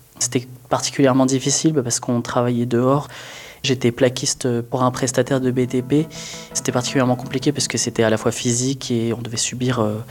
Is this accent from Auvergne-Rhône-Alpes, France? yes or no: yes; Lyon, Auvergne-Rhône-Alpes, France; j'ai 23 ans, je suis originaire de Lyon